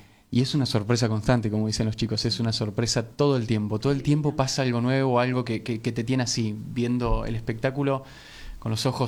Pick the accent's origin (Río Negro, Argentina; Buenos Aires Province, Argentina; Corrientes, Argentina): Río Negro, Argentina; moved away as an adult; now in Buenos Aires, Argentina; yo hace muy poco que estoy en Buenos Aires, hace 5 meses aproximadamente. Yo vengo del interior de Río Negro.